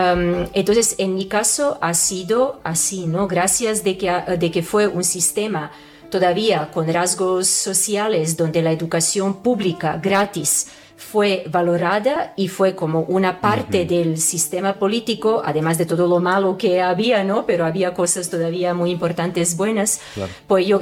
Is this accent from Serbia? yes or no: yes; Serbia; moved away; Yo tengo que admitir de que realmente cuando salí de Serbia yo estaba agotada.